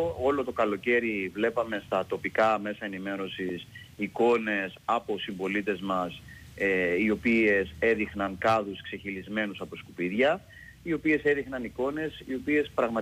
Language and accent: Greek; Kefalos, South Aegean, Greece